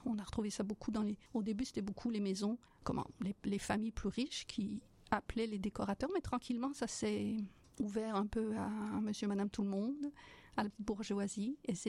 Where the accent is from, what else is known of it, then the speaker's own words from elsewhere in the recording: Belgium; mais j'étais en liste d'attente en tant que Belge.